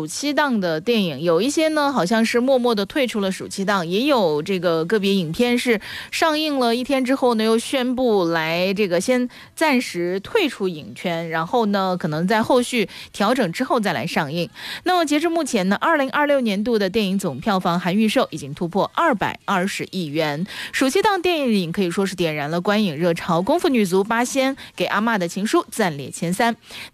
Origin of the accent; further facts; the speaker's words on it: Henan, China; now in Heyuan, China; 我的老家河南